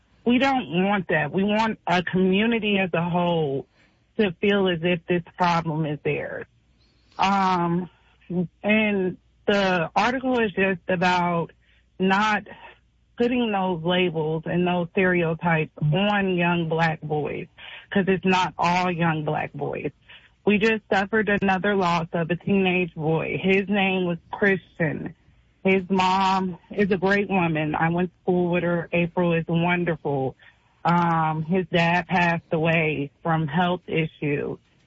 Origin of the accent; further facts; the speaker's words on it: Champaign, Illinois, United States; So I'm born and raised in Champaign. My family is from Champaign, Urbana.